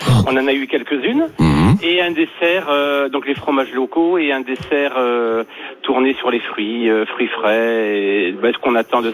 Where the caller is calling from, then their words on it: Laragne-Montéglin, Provence-Alpes-Côte d'Azur, France; À Laragne-Montéglin.